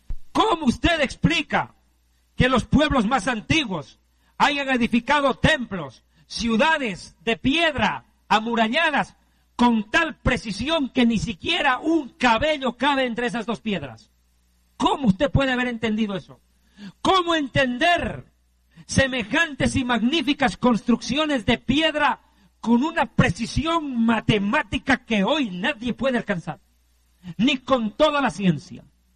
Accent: Bolivia; now in Mexico; ¿Quién puede entender lo que en mi país, Bolivia, tenemos?

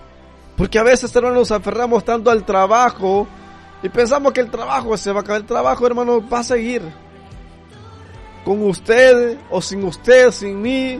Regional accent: El Salvador; moved away as an adult; yo estaba trabajando aquí en este hermoso país de El Salvador, mi tierra querida.

